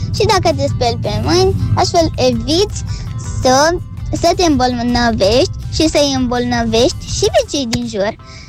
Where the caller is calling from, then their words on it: Constanța, Constanța County, Romania; … din Constanța, am 7 ani.